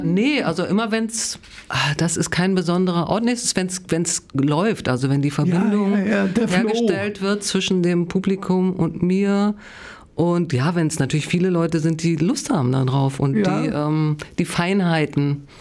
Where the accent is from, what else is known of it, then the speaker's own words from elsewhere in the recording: Berlin, Germany; Nein, ich komme aus Berlin.